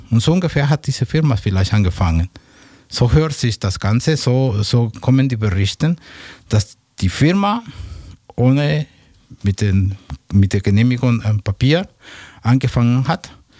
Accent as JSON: {"language": "German", "country": "Mexico", "second_language": "German", "said": "Ich bin Mexikaner."}